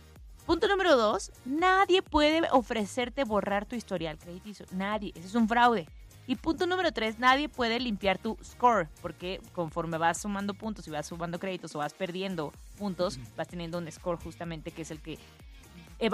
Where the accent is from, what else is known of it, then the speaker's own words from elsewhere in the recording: Mexico; y nosotros como ciudadanos, como personas, como mexicanos, tenemos algunos derechos conforme a la ley.